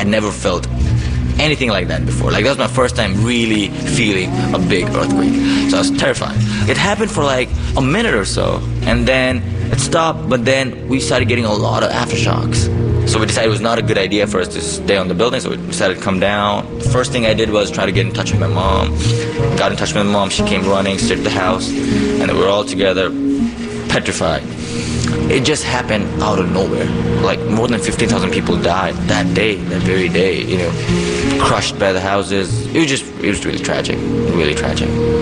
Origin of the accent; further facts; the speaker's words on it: Nepal; English is a second language; moved away as an adult; now in Baltimore, United States; I'm from Nepal. I lived there for 18 years. I came here when I was 18.